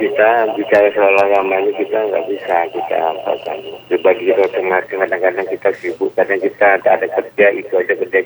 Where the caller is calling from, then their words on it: Kampar, Riau, Indonesia; Di Kampar.